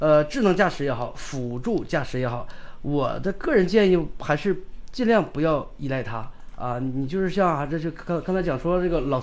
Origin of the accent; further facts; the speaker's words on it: Northeast China, China; 我觉得作为东北人吧